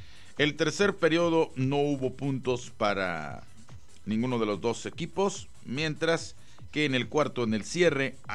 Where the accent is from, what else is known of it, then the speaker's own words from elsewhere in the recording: Mexico; las responsabilidades que tenemos como mexicanos